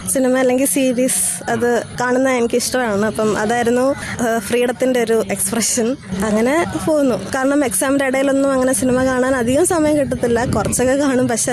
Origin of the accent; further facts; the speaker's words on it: Thiruvananthapuram, Kerala, India; born there; തിരുവനന്തപുരത്ത് തന്നെയാണ്.